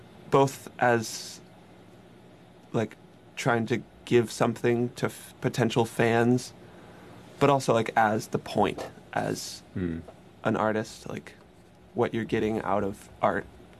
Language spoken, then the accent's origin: English; San Francisco, California, United States; now in West Marin, United States; I grew up in San Francisco, just an hour away.